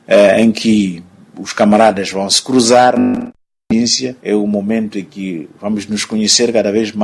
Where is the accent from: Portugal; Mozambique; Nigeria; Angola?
Mozambique; Manica; aqui na nossa província de Manica